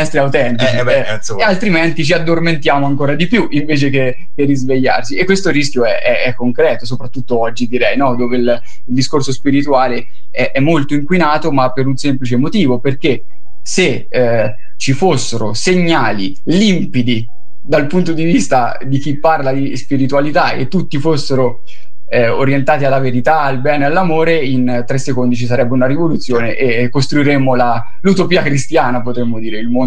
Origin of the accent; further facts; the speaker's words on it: Costacciaro, Umbria, Italy; il beato Tommaso da Costacciaro, che è il mio paese.